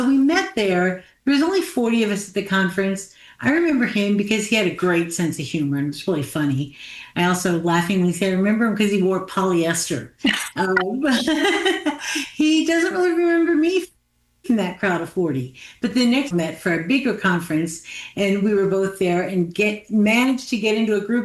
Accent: New Jersey, United States; now in Central Florida, United States; I was raised in New Jersey by parents who had a really strong Christian faith and a real passion for missions.

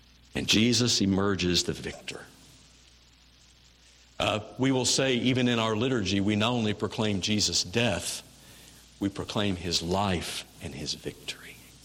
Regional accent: Missouri, United States; You know, the Battle of Wilson's Creek is much remembered in my hometown.

